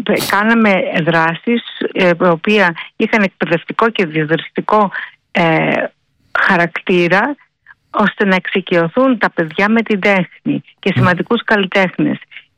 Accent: Filoti, South Aegean, Greece; Από το Φιλότι στην Άξο και με την ομάδα της Αιγαίου έχουμε κάνει εκεί ένα λαογραφικό εκκλησιαστικό μουσείο.

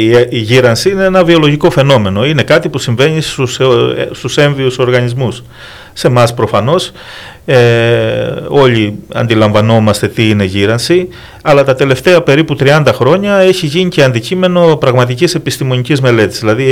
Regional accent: Crete, Greece; Γιατί κατάγομαι και από την Κρήτη, οπότε για μένα ήταν ένα πολύ μεγάλο ευτύχημα το γεγονός ότι εδώ στην Κρήτη, στον τόπο μου

